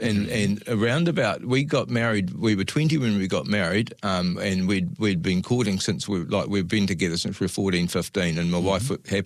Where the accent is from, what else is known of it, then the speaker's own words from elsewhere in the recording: Christchurch, Canterbury, New Zealand; Yep, I grew up in Linwood Ave in Christchurch, and what I would consider to be a pretty normal working class family.